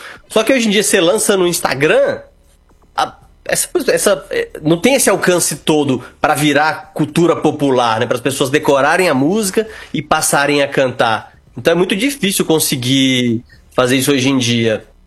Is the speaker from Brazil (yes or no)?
yes; Brasília, Federal District, Brazil; eu sou de Brasília